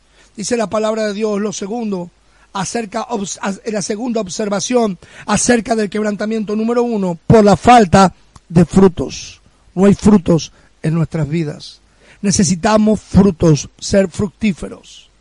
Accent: Argentina

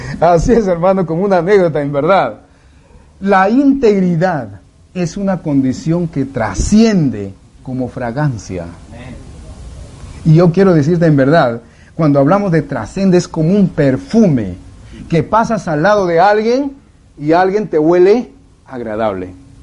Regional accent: Peru; now in Lima, Peru; Vengo de Perú, soy peruano. Estoy en la capital, estoy en Lima.

